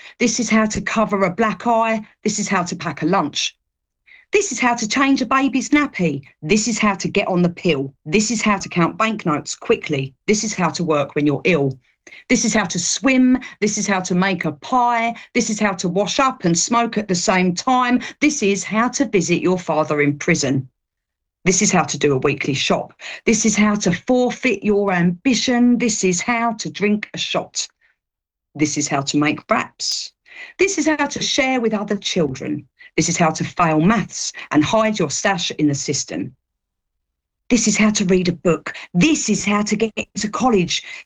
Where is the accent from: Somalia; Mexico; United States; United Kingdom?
United Kingdom; as a Brit.